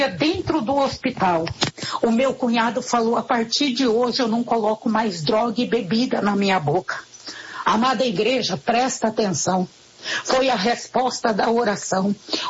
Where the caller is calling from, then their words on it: Coxim, Mato Grosso do Sul, Brazil; Sou aqui da cidade de Coxim, Mato Grosso do Sul.